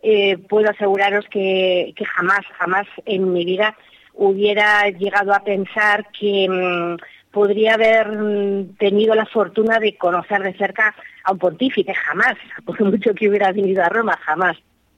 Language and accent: Spanish; Madrid, Community of Madrid, Spain; Yo soy madrileña, ¿eh? O sea, soy madrileña